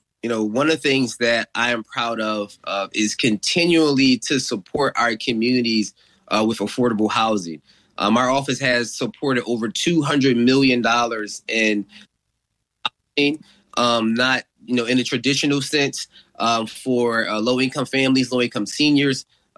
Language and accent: English; Philadelphia, Pennsylvania, United States; That's where I was raised. I was raised in Johnson Homes.